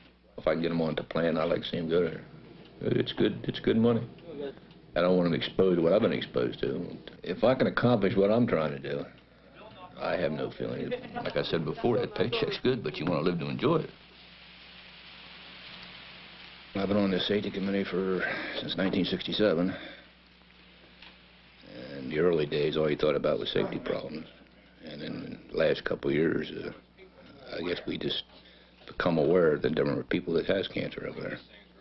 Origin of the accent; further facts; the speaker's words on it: Carmel, United States; born there; You know, I was born in Carmel on the 30th of January, 37.